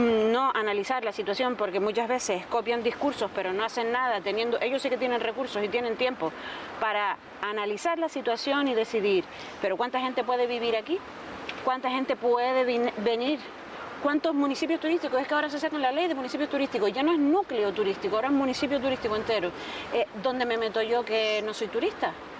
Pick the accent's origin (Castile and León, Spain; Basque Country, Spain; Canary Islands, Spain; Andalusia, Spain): Canary Islands, Spain; Bueno, pues nosotras somos estas dentro de Canarias